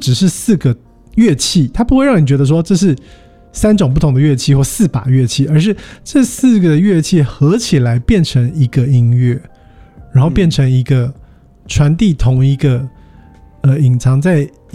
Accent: Taiwan; 那我们台湾人出国要带什么？

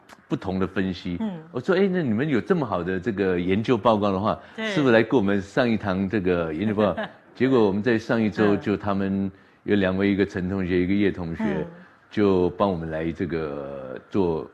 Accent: Taiwan; 因为我是来自于眷村子弟出生的

